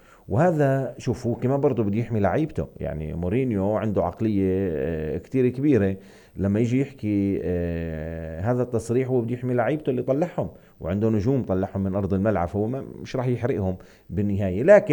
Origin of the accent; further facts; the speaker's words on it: Palestine; عندنا في فلسطين